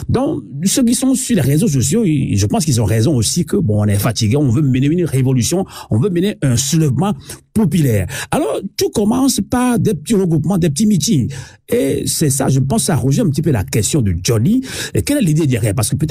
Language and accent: French; Togo; moved away; quand on est togolais